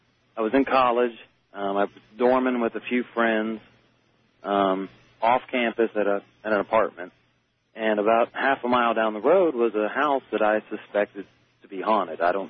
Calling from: Canal Winchester, Ohio, United States; I'm from Canal Winchester, Ohio.

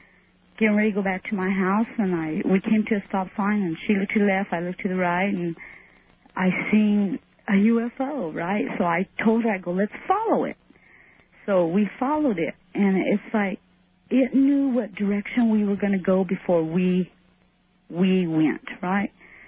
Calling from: Merced, California, United States; Hi, I'm calling from Merced, California.

